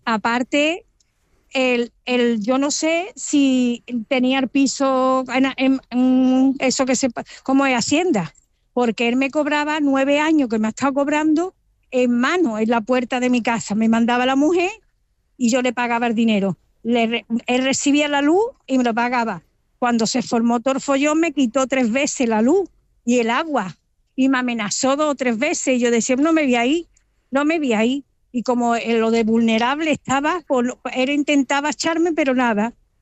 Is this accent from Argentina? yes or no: no; Málaga, Andalusia, Spain; Si Málaga era maravillosa, soy una malagueña de pura cepa. Y de Málaga era un encanto.